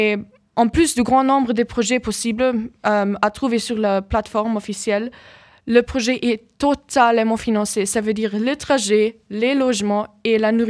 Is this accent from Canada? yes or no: no; Germany; French is a second language; moved away as an adult; now in Valence, France; j'ai 18 ans et je viens d'Allemagne. Et maintenant je suis ici en France, à Valence, avec le Corps européen de solidarité.